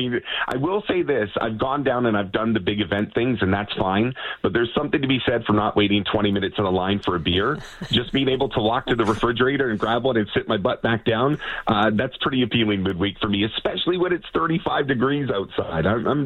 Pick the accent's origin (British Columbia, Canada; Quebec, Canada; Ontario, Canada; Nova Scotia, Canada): British Columbia, Canada; I'm ready for the rain, and I never thought as a British Columbian I'd say it, but we've got forest fires that are sprouting up everywhere.